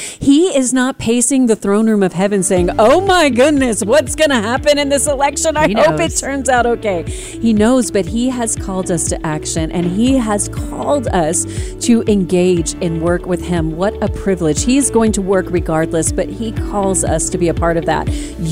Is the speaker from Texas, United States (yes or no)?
yes; Texas, United States; I came from South Texas.